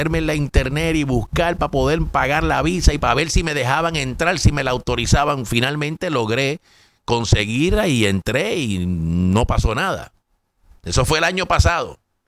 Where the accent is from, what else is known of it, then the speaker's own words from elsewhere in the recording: United States; Y nada, yo llego, yo soy gringo.